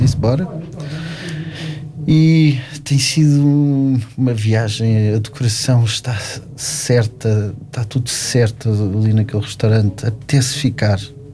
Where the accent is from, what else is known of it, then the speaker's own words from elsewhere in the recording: Cascais, Lisbon, Portugal; born there; somos de Cascais, desde pequenino.